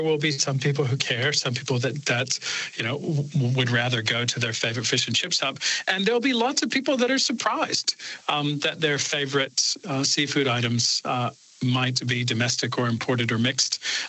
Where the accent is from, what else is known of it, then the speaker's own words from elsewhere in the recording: Australia; also born or lived in United States; Look, ultimately, I'm Australian and American, and I love to buy Australian and certainly love to support local businesses.